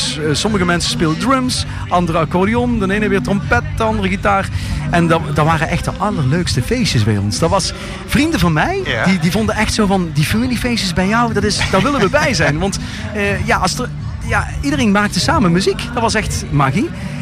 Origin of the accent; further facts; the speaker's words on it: Netherlands; moved away as an adult; now in Flanders, Belgium; Ik ben, je hoort het meteen. Ik ben Nederlander.